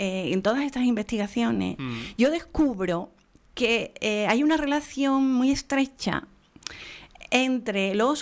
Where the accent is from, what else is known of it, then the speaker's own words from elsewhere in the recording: Andalusia, Spain; accent: ceceo; Pero señores, que somos andaluces